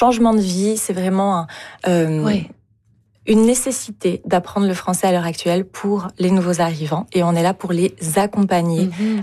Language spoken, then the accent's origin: French; France; Même en tant que Français, on doit passer ces examens.